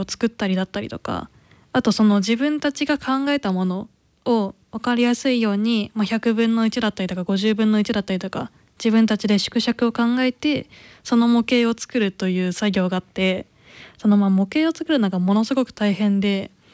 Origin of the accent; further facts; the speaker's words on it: Ota, Gunma, Japan; 私は今ちょっと地元の群馬県太田市の太田駅周辺を対象に、駅周辺の環境を魅力的にするようなものを作ろうかなと考えています。